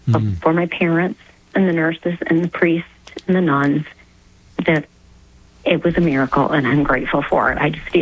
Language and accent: English; Rochester, United States; born there; I was born on October 13th in 1965.